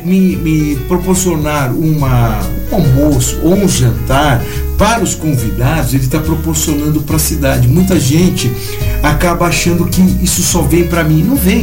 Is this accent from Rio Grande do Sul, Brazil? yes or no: no; São Paulo, Brazil; now in Campos do Jordão, Brazil; Eu não nasci em Campos do Jordão. Então eu tenho um grande direito de falar sobre Campos do Jordão e cuidar da nossa cidade, porque eu escolhi para criar meus filhos aqui. Eu vim de São Paulo